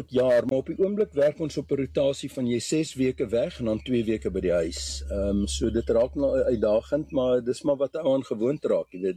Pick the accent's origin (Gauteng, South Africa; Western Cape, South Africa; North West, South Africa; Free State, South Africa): Gauteng, South Africa; Johannesburg; moved away as an adult; also born or lived in Queenstown / Alberton; paar jaar was in Alberton, toe ons 4 jaar, tot so omtrent 4 jaar, en toe het ons Linden toe getrek, en toe in Linden gewees tot ek matriek geskryf het en ek die wêreld ingevaar het.